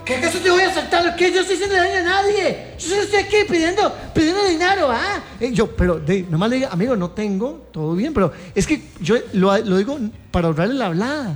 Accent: Costa Rica; Cuando le dije que soy de Costa Rica, me dijo, ah, pura vida, tico.

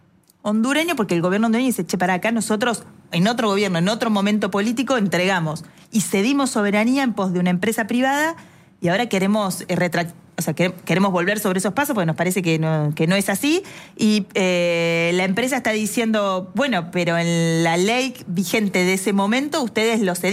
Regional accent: Argentina

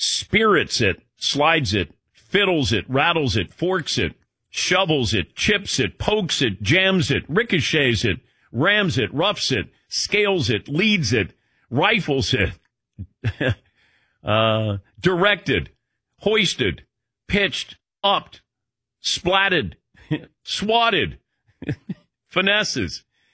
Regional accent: Dayton, Ohio, United States; when he found out that I was from the Dayton area, he goes, oh, the Dayton Gems.

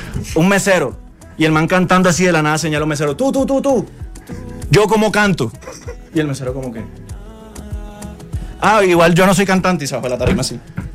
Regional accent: Caribbean coast, Colombia; Y ellos me dicen a mí, costeño

